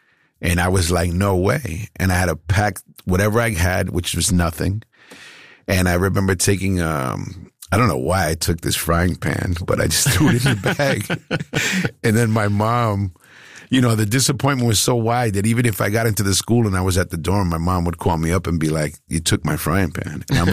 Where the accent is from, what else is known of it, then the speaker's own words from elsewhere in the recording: Queens, New York, United States; I'm coming from Queens. I'm coming from hip hop. I'm not leaning toward this world.